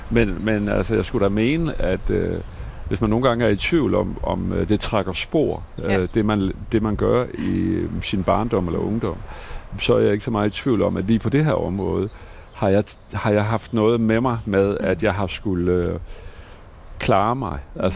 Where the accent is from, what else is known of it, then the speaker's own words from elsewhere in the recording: Central Denmark Region, Denmark; born there; also born or lived in Juelsminde; jeg er faktisk barnefødt i Vestjylland.